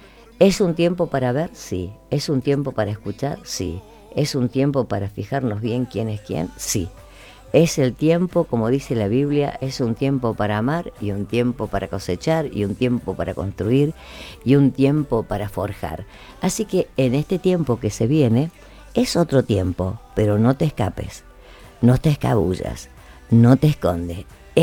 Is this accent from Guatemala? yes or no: no; Argentina; Nosotros somos argentinos, debemos seguir siendo argentinos